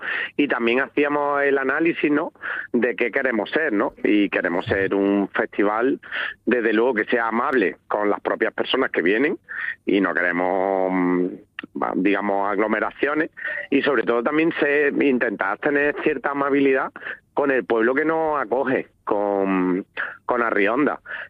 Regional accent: Andalusia, Spain; accent: Cordobés; now in Asturias, Spain; No. Yo mi acento es cordobés, yo soy andaluz. Y yo vine hace como 5 años

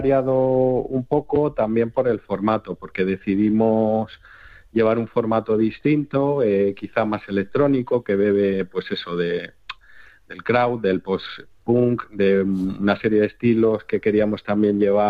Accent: Candeleda, Castile and León, Spain; now in Madrid, Spain; Yo soy de Candelera, de Candelera, de un pueblo de Ávila

